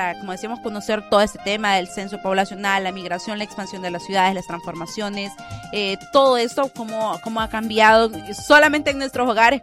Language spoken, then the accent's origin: Spanish; Honduras